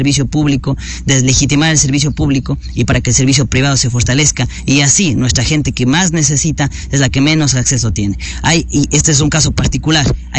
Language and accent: Spanish; Sucúa, Morona Santiago, Ecuador; yo soy concejal del Cantón Sucúa